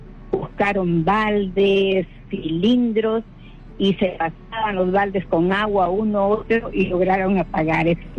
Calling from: Chocope, La Libertad, Peru; de Chocope.

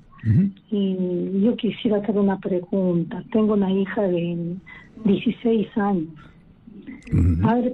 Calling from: Trujillo, La Libertad, Peru; Trujillo.

